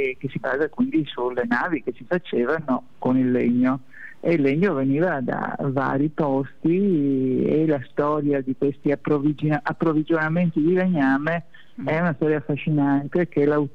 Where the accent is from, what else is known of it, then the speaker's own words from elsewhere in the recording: Belluno, Veneto, Italy; now in Asiago, Italy; come veneta, come persona che in realtà sono bellunese, quindi per me sono stato trapiantato ad Asiago